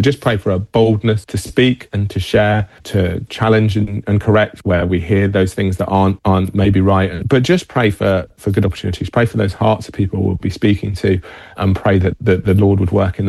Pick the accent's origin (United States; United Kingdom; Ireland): United Kingdom; obviously because we're British, there will still be people down on the beach when it's throwing it down with rain